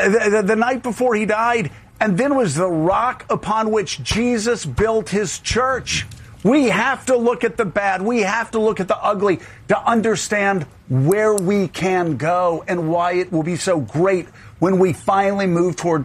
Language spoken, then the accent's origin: English; Southern US, United States; And I grew up in the New South.